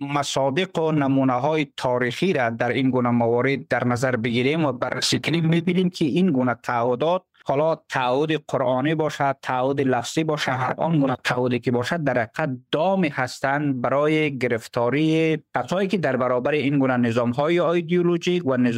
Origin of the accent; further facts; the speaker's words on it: Badakhshan, Afghanistan; ما که از بدخشان هستم